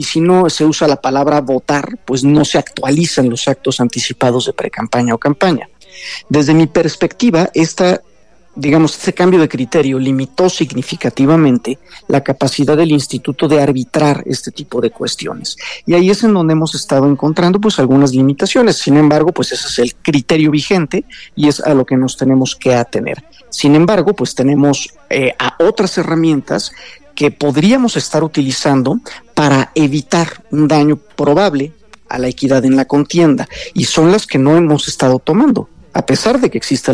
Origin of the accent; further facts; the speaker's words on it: Mexico; como mexicanas y mexicanos